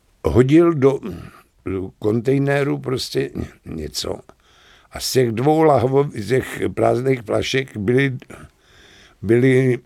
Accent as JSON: {"language": "Czech", "region": "Prague", "country": "Czechia", "tie": "born or raised there", "also_born_or_lived": "Buštěhrad", "said": "Tak já jsem měl nejhezčí, nejkrásnější dětství a mládí na Žižkově. Já jsem teda, my jsme bydleli na Vinohradech, měli jsme krásný byt"}